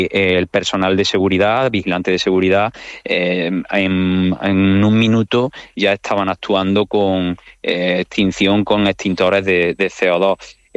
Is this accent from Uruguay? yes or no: no; Córdoba, Andalusia, Spain; los que somos de aquí de Córdoba